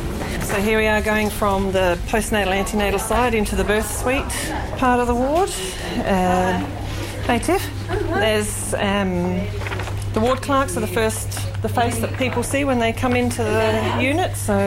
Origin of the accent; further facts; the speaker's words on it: Mount Gambier, South Australia, Australia; I'm from Mount Gambier, so there is a nursing not a nursing home, more of a retirement village where they have craft groups, and my mother has friends in there